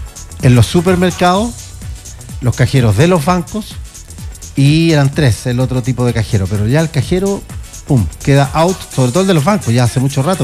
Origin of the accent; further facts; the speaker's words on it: Chile; nosotros como chilenos